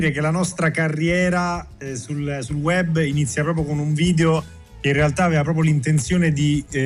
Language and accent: Italian; Rome, Lazio, Italy; noi siamo cresciuti a Roma Nord, però da una famiglia modesta, insomma, non eravamo miliardari come i nostri compagni di classe.